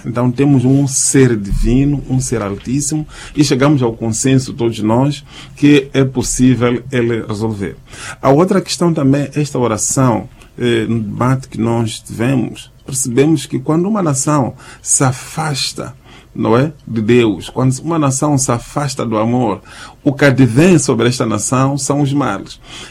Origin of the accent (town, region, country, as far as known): Mozambique